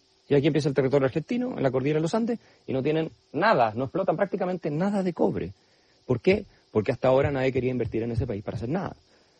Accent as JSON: {"language": "Spanish", "country": "Germany", "said": "yo soy alemán"}